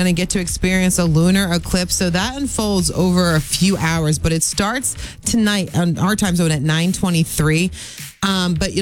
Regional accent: New Jersey, United States; I grew up in Jersey and we had friendlies

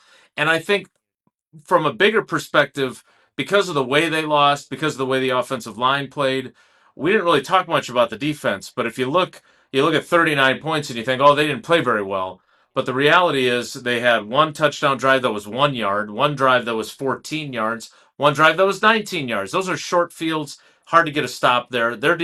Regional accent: Milwaukee, Wisconsin, United States; I grew up in Milwaukee.

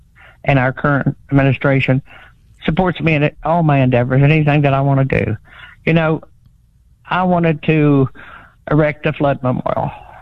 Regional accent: West Virginia, United States; lived here my whole life, and we're strong people. We're resilient people. I have such a love for my hometown and for West Virginia and its people.

